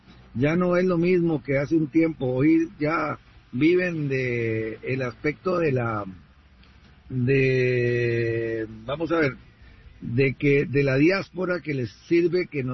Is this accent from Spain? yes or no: no; Costa Rica; Como decimos aquí, pura vida, pura vida.